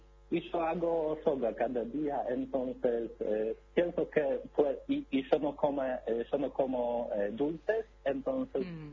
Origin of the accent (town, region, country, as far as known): Poland; Spanish is a second language; now in Argentina